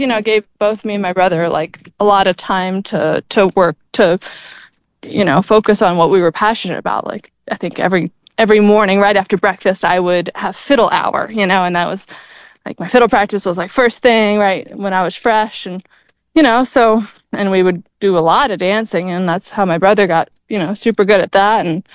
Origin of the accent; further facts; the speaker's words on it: Charlottesville, Virginia, United States; born there; also born or lived in Vermont / Boston; we lived in Vermont until I was 10, and I think, when my parents told me we were moving originally, I was like super upset. I didn't want to leave like my friends in Vermont and stuff, but like very quickly, as soon as we got to Charlottesville, I realized like what an awesome place it was